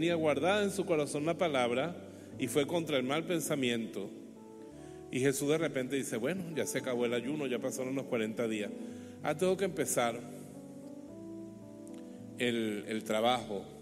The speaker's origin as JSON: {"language": "Spanish", "town": "Bejuma", "region": "Carabobo", "country": "Venezuela", "said": "el basurero que es la entrada de mi pueblo, horrorosamente, el basurero de Bejuma"}